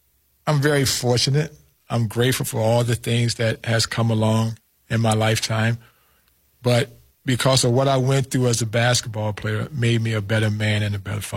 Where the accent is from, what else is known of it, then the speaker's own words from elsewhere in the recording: Michigan, United States; And, you know, I grew up in Michigan. It was cold there.